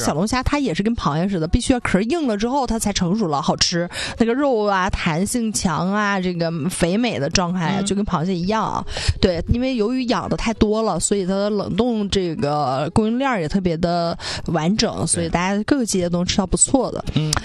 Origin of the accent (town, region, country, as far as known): Northeast China, China